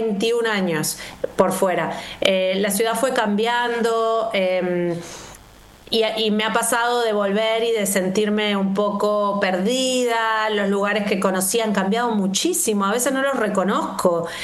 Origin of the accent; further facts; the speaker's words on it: Montevideo, Uruguay; moved away as an adult; yo me fui a los 28 años, hasta los 28 años viví en Uruguay y nunca me salí de Uruguay ni nada por el estilo. Entonces, también fui adulta en Montevideo